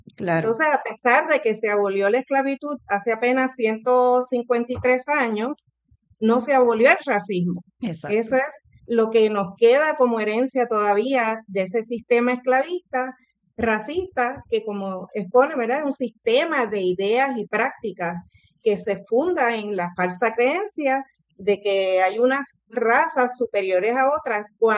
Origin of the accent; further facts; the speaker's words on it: Puerto Rico; yo me considero una mujer puertorriqueña evidentemente negra